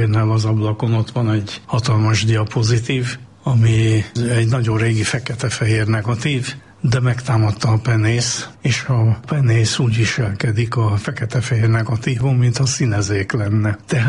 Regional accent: Budapest, Hungary; Nem, én abszolút 7. kerületi gyerek vagyok. Én 37 éves koromig abban lakásban laktam, ahol a gettóba születtem.

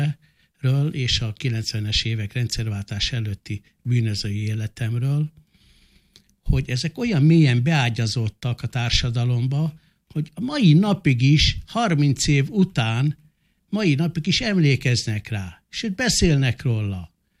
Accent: Budapest, Hungary; also born or lived in Miskolc; Visszatérve a kérdésre, én Miskolcon születtem, de gyerekkoromban már néhány évesen, az első osztályú, első általános iskolát már Budapesten végeztem.

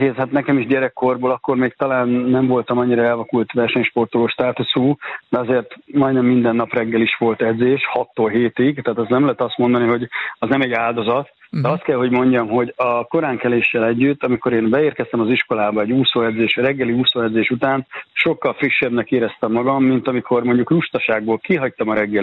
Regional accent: Szeged, Csongrád-Csanád, Hungary; born there; jövő héten is jövök vissza Szegedre. Igaz, hogy ez szülővárosom, tehát egy kicsit magamnak kedvezve szervezem a programokat.

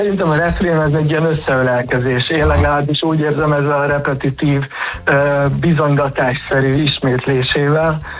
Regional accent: Hungary; elkezdtem büszke lenni arra, hogy magyar vagyok

